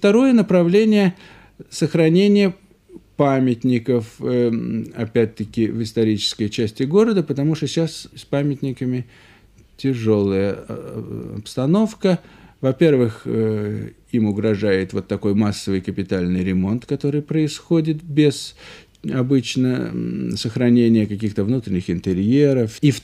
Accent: Saint Petersburg, Russia; я родился в Ленинграде, моя мать и бабушка родилась в Ленинграде с материнской стороны. Отец мой, правда, родился в Крыму, но в молодом возрасте приехал в Ленинград. И так что, конечно, действительно, я ленинградец и не мыслю себя совершенно в другом городе.

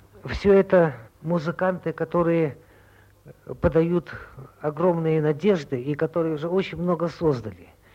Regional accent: Saint Petersburg, Russia; Я сам ленинградец

